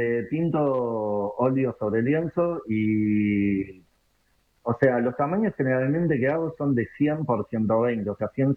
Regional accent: Uruguay; porque bueno, yo soy uruguayo.

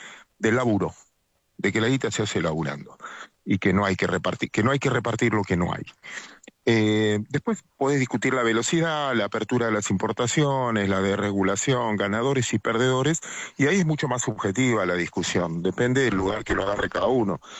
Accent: Mar del Plata, Buenos Aires Province, Argentina; Yo soy de Mar de Plata

